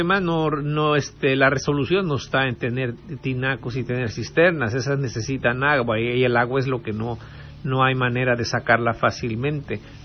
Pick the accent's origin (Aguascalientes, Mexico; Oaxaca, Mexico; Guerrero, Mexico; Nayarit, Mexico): Guerrero, Mexico; Vallecito de Zaragoza; muy cerca de mi pueblo, que es Vallecito de Zaragoza